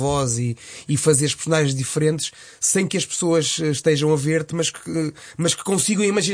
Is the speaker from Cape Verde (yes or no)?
no; Porto, Norte, Portugal; accent: Porto; Às vezes escapa-me ali o meu sotaque do Porto, não é? Porque eu sou do Porto.